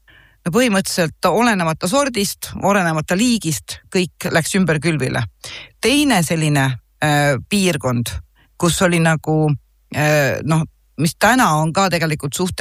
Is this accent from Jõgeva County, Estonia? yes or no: yes; Jõgeva, Jõgeva County, Estonia; kuna ma olen ise Jõgevalt